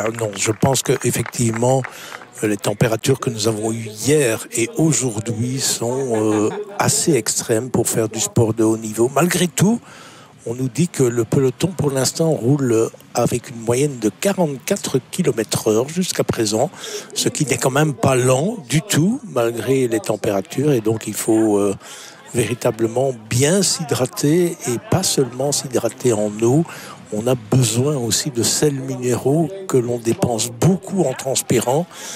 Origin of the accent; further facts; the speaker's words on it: Wavre, Wallonia, Belgium; à Wavre, ma ville natale